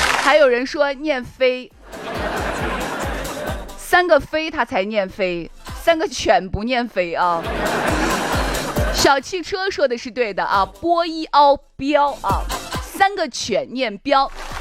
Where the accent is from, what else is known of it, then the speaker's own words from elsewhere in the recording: Shaanxi, China; 所以我们陕西人骨子里边带来就是恋家，小富即安。不喜欢四处闯荡